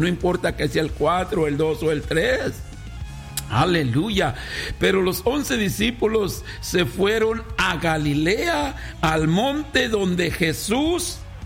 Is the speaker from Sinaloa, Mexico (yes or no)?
no; Guanajuato, Mexico; born there; el Rincón de Alonso de Guanajuato, de donde yo vengo